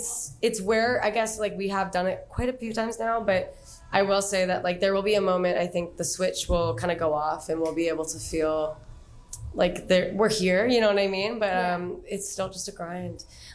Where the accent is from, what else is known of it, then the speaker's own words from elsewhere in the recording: Nova Scotia, Canada; I grew up in Nova Scotia, but again, I grew up on like a very small place on the South Shore.